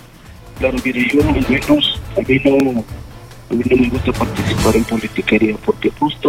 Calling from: Cajamarca, Peru; estoy llamando de Cajamarca

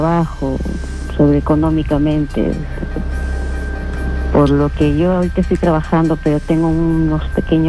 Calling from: Lima, Peru; Yo vivo en Chorrillos, pero ahorita estoy trabajando en San Isidro.

